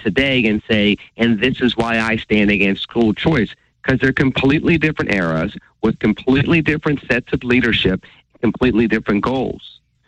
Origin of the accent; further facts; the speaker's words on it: Pittsburgh, Pennsylvania, United States; I have all these different experiences growing up in Pittsburgh, Penn Hills, going to an Ivy League school of the South